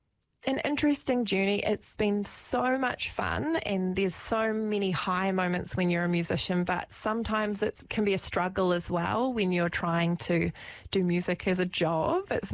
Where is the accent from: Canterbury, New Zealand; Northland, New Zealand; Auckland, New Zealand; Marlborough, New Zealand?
Canterbury, New Zealand; Christchurch; I grew up right here in Ōtautahi.